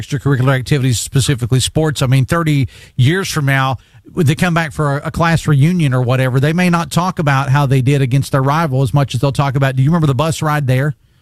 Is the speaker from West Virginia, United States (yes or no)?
yes; West Virginia, United States; I'm familiar with that area. I'm from Logan County.